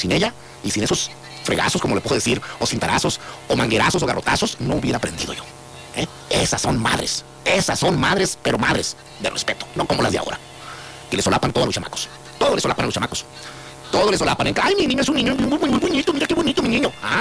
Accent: Navojoa, Sonora, Mexico; Me metía por la ventana así de madera, me acuerdo, en mi casa, allá en Abojoa.

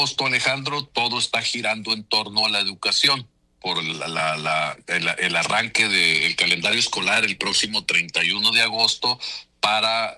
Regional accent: Nogales, Sonora, Mexico; now in Hermosillo, Mexico; particularmente ahí en Nogales, pues tú sabes, yo soy de la Reforma. Estuve hace unos días por allá visitando a mi familia, platicando con mi mamá.

